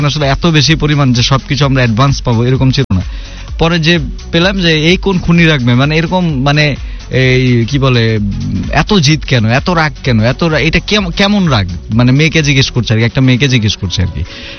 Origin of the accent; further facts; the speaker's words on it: Bangladesh; আমি বাংলাদেশি ভাই, আমি চাইনিজ ভাষা বুঝি না